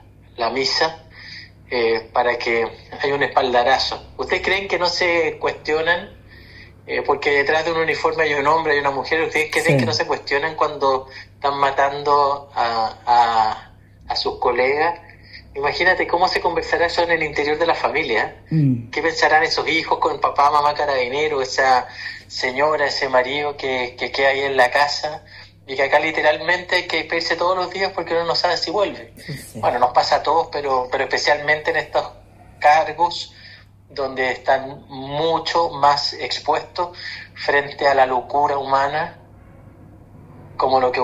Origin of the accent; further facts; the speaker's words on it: Chile; todos como buenos chilenos nos afecta muchísimo